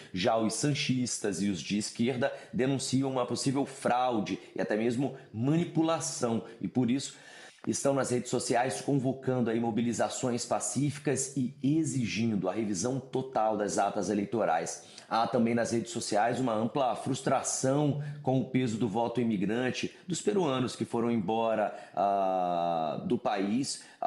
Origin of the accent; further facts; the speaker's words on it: Brazil; now in United States; como nós brasileiros também fazemos bem